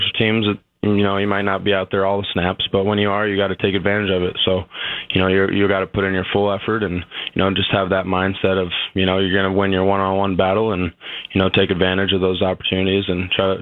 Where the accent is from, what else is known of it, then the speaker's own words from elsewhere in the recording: Iowa Falls, Iowa, United States; just growing up in Iowa and being an Iowa fan